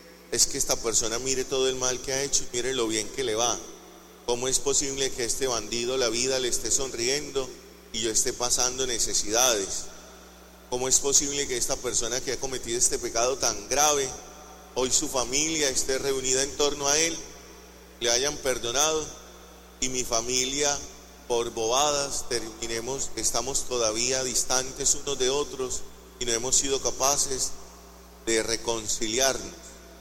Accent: Colombia; nosotros, colombianos, somos los nacidos en este territorio

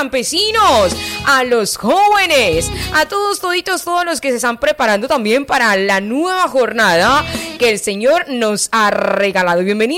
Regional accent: Colombia; cosas que nos identifican como colombianos

